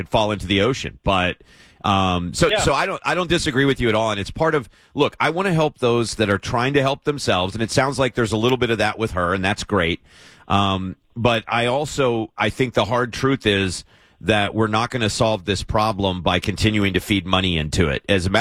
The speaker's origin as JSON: {"language": "English", "region": "Kentucky", "country": "United States", "tie": "born there", "also_born_or_lived": "Arizona", "moved": "yes", "lives_now": "San Diego, United States", "said": "I grew up in Kentucky and Arizona. I split time between both states, so I spent plenty of time in Tornado Alley. I lived in Kentucky for about 20 years."}